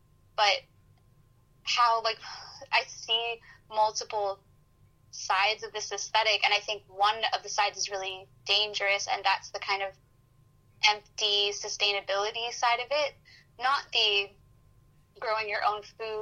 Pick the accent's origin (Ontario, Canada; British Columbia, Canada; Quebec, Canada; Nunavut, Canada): British Columbia, Canada; Vancouver; I'm from Vancouver and, I go to Victoria pretty frequently.